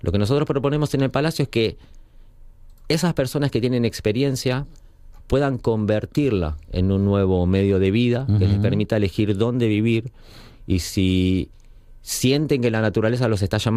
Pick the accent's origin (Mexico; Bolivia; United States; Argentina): Argentina; now in Asturias, Spain; en Argentina tenemos nuestra Patagonia hermosa, también maravillosa, nuestra Pampa